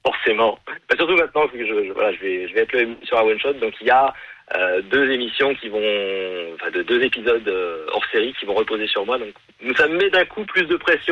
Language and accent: French; France; Je pense que tu te trompes, je suis français.